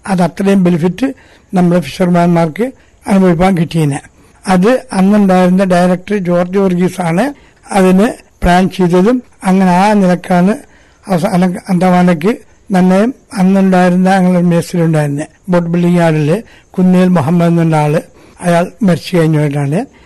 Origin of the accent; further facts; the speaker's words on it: Kerala, India; ഞാൻ കവർച്ചി തന്നെ ജനിച്ച് കവർച്ചി തന്നെ വളർന്ന് പഠിച്ച മാത്രം college education Kozhikode government arts and science കോളേജിലാണ് നടന്നത്.